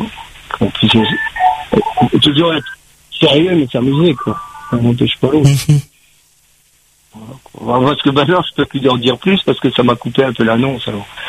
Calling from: Saint-Benoît, Réunion; Moi aussi, je suis sur Saint-Benoît.

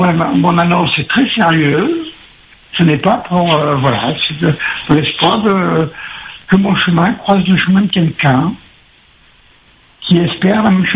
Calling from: Nouvelle-Aquitaine, France; Voilà, j'appelle depuis la métropole. … j'ai 70 ans. Je suis à la retraite, j'habite en Gironde, je suis divorcé

